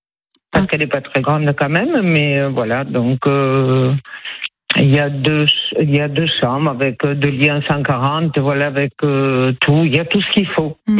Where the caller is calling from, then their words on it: Nouvelle-Aquitaine, France; je vous appelle donc de Brache.